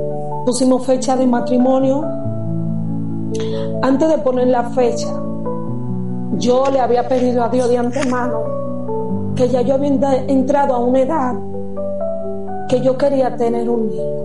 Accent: Venezuela; moved away; cuando vine de Venezuela, aún así allá mismo en Venezuela, yo tenía una disfonía.

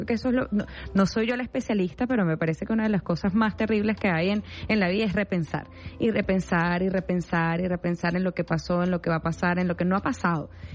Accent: Venezuela

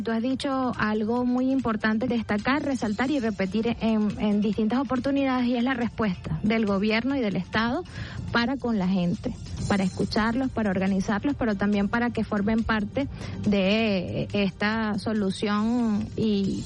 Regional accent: Venezuela; para nosotros como venezolanos y venezolanas

